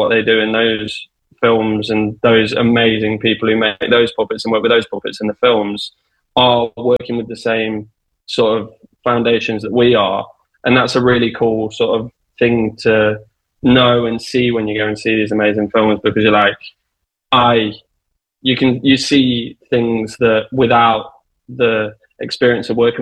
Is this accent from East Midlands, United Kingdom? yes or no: yes; Derby, East Midlands, United Kingdom; I'm from the Midlands, sort of around Derby area.